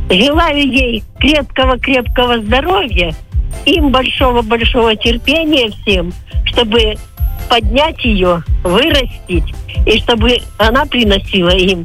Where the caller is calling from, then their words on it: Yuzhnaya Ozereyevka, Krasnodar Krai, Russia; Я из Южной Озереевки